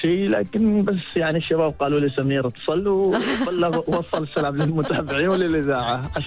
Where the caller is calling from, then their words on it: Muscat, Muscat Governorate, Oman; مسقط وادعلي.